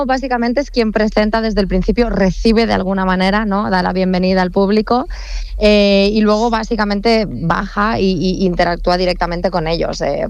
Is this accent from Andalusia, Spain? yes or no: yes; Baza, Andalusia, Spain; born there; Yo nací en Granada, en Baza.